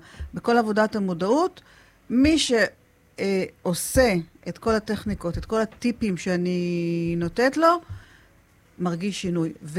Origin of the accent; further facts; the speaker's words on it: Eilat, Southern District, Israel; ההורים שלי הגיעו לפה ב-1960, אני נולדתי ב-1965, סבתא שלי, זיכרונה לברכה … הייתה גננת פה, עוזרת לגננת, גידלה את מיטב הגברברים פה באילת